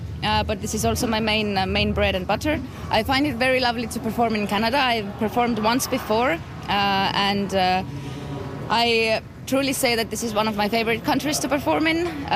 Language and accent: English; Estonia; English is a second language; I'm a circus performer and a street performer, and I come from Estonia.